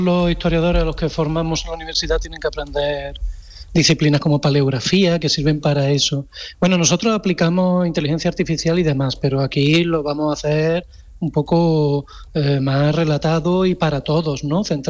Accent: Andalusia, Spain; la radio pública, que es la más escuchada de Andalucía, que es mi tierra, es un verdadero privilegio.

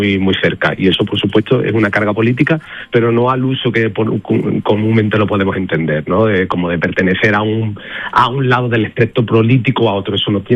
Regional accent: Seville, Andalusia, Spain; Bueno, pues siempre llegamos con ilusión, por supuestísimo, de bailar en mi tierra y de bailarle a mi gente y a mi pueblo

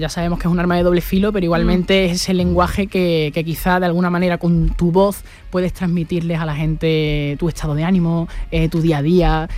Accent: Andalusia, Spain; llevar Andalucía por bandera, ¿no? Eso es lo más bonito, sí. Claro, o sea, yo soy una persona muy de mi tierra

